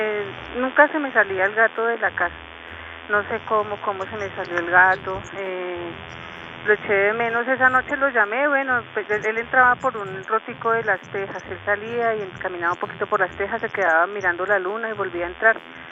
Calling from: Bogotá, Colombia; Yo estoy llamando del barrio Marruecos, de la localidad Rafael Uribe Uribe.

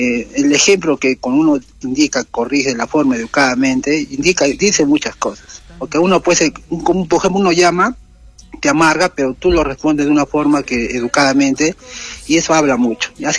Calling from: Paucarpata, Arequipa, Peru; Paucarpata

